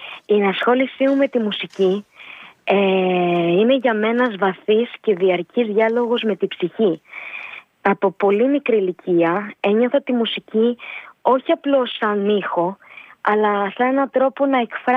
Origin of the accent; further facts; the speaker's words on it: Mytilene, North Aegean, Greece; Η καταγωγή μου μάλιστα από την Μυτιλίνη θεωρώ πως αποτέλεσε σταθμός για την ενασχόλησή μου με το όργανο, καθώς από πολύ μικρή ηλικία είχα τέτοια ακούσματα και συγκεκριμένα τον ήχο του Κανονακίου.